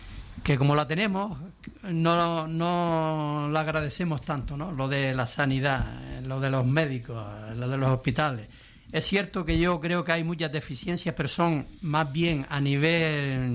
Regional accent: Canary Islands, Spain

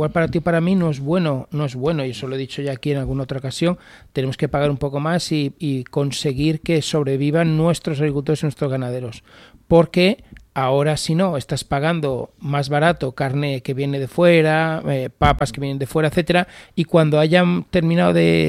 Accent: Spain; como tantos españoles que arreglamos el país tomando café

